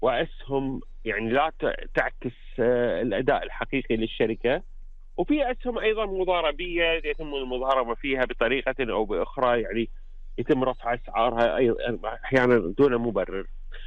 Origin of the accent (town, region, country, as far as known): Kuwait